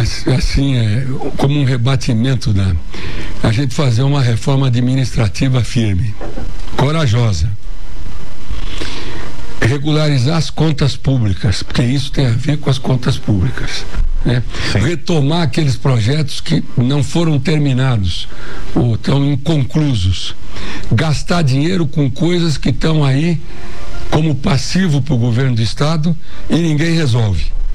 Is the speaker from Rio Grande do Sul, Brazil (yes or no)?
no; Mato Grosso do Sul, Brazil; born there; me considero em condições, pô, de governar o estado onde eu nasci.